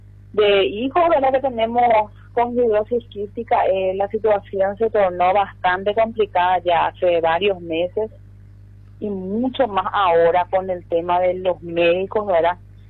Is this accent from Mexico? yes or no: no; Paraguay; es súper lindo ser paraguayo, como yo siempre digo.